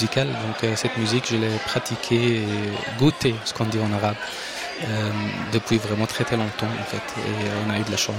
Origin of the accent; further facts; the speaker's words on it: Aleppo, Aleppo Governorate, Syria; moved away as an adult; now in Brussels, Belgium; Oui, je viens d'Alep et je bougeais à Bruxelles depuis plus que 10 ans maintenant.